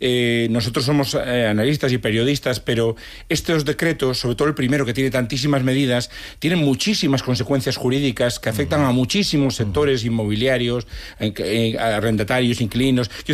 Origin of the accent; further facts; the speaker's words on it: Ferrol, Galicia, Spain; somos medio de Ferrol los dos.